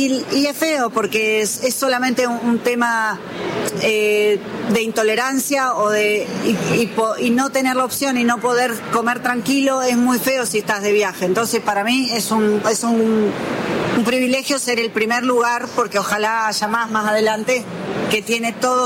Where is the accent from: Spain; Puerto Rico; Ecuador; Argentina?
Argentina; El Calafate, Santa Cruz; nosotros nos criamos en La Leona, que es un bar de campo que está entre Calafate y Chaltén.